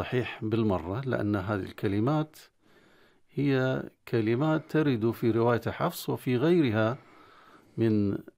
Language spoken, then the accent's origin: Arabic; Bahrain; عندنا في البحرين